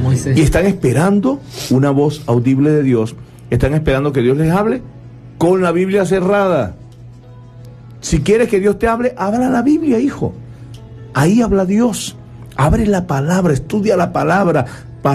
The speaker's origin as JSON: {"language": "Spanish", "country": "Venezuela", "said": "yo estoy en Venezuela y soy venezolano"}